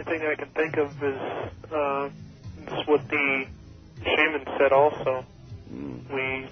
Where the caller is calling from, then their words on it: Janesville, Wisconsin, United States; also born or lived in Minnesota, United States; Janesville, Wisconsin.